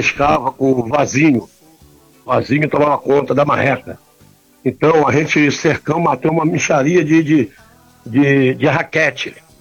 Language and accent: Portuguese; Arraial do Cabo, Rio de Janeiro, Brazil; desde que nasci, estou aqui, na prainha.